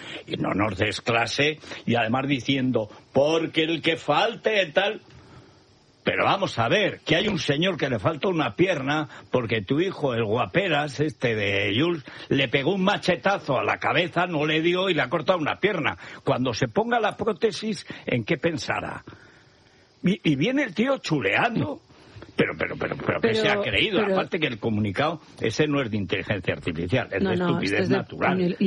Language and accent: Spanish; Teruel, Aragon, Spain; pero a mí me da frío y soy de Teruel y me daba frío.